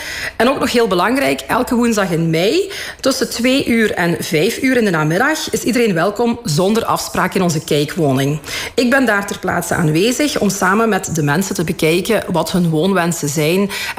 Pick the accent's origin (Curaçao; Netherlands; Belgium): Belgium; Limburg; Ja, dat klopt. Ik ben inderdaad van Limburg geboren en getogen.